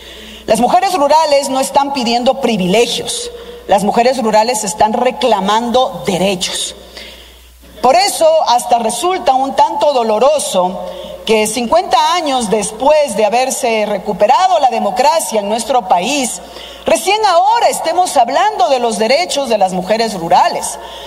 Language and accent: Spanish; Loja, Ecuador; Yo soy de Loja y como lojana conozco muy bien las dinámicas entre el centro y la periferia.